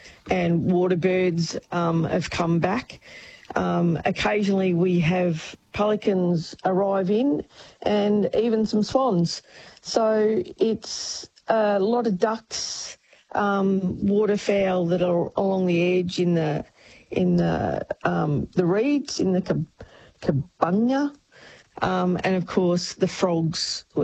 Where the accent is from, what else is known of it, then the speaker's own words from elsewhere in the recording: Quambatook, Victoria, Australia; when we grew up here in Quambatook